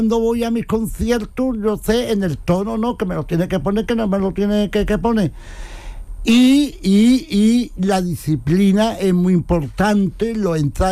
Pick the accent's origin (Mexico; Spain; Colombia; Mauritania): Spain; Jerez de la Frontera, Andalusia; Yo soy de Jerez, de Nativati, ¿no?